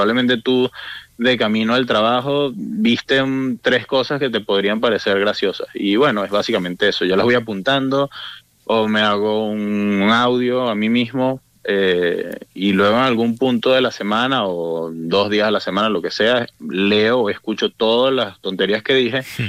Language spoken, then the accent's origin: Spanish; Venezuela; moved away as an adult; now in Spain; yo, bueno, que soy venezolano, viví hasta los 24 años en Venezuela, tengo 32, y desde los 24 vivo en España